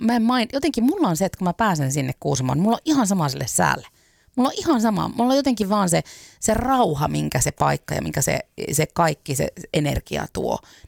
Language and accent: Finnish; Oulu, North Ostrobothnia, Finland; mä oon kanssa sieltä Oulusta kotoisin, mutta mulla on tietty niin kuin sielun koti on Kuusamon seudulla siellä Koillismaalla.